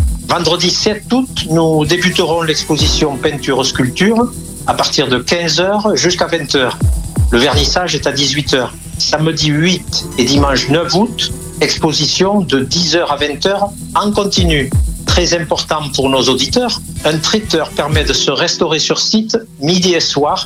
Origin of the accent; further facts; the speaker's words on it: Roc, Occitanie, France; Je suis natif du village de Roc